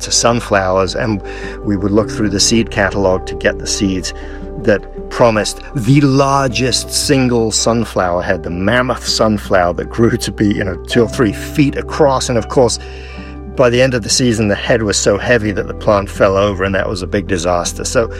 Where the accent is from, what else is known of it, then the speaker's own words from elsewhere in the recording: Île-de-France, France; I grew up in France near Paris, and there were lots of open-air markets and cheese shops and things.